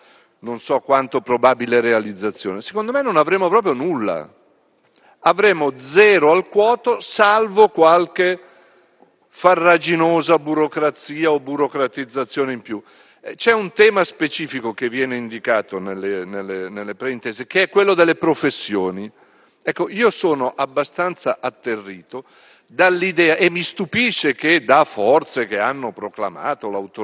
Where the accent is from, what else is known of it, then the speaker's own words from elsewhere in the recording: Lombardy, Italy; A cosa serve, lo dico da lombardo, questo spazio di autonomia al Veneto